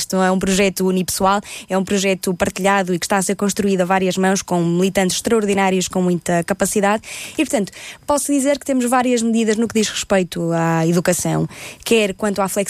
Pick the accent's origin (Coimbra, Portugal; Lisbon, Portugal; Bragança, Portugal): Bragança, Portugal; Alfândega da Fé; eu vindo eu de um distrito do interior, de um concelho muito pequenino, de Bragança, eu venho da Alfândega da Fé, do distrito de Bragança